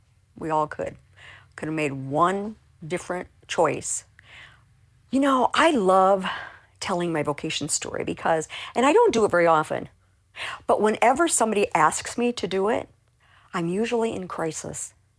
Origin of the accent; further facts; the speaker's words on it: Iowa, United States; moved away; I'm from Iowa originally. I grew up on a farm. I was the oldest of four children.